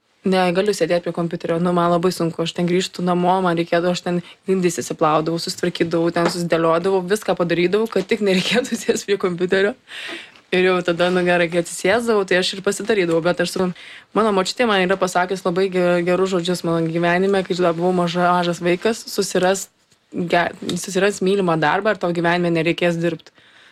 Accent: Alytus, Alytus County, Lithuania; Ir aš kadangi augau Alytuje, tai Alytuje buvo dvi opcijos.

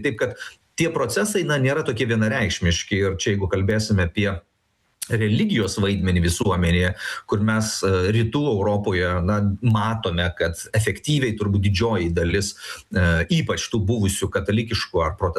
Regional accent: Pakruojis, Šiauliai County, Lithuania; ar iš kur aš kilęs, aš iš Pakruojo, ar Dirvinių ir Gailiušių, ir nu, aš tada truktelsiu pečiais, nu, Pakruojais, koks skirtumas.

